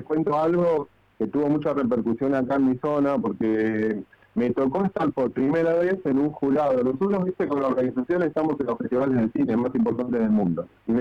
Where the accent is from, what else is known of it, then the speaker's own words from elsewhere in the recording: Quilmes, Buenos Aires Province, Argentina; Yo soy de Quilmes, vivo en Quilmes, y yo hice mi escuela secundaria, Jesús de Nazaret.